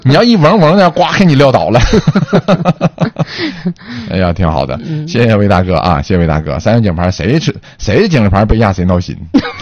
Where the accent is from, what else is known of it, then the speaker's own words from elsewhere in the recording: Changchun, Jilin, China; accent: Northeastern (Dongbei); 我们是吉林的，吉林长春的，到这边带着孩子来溜达